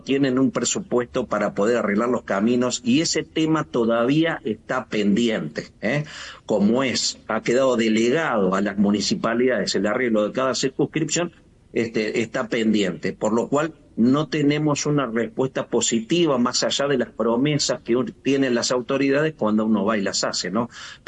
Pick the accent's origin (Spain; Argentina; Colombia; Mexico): Argentina; Córdoba; En Córdoba, soy de Córdoba, sí.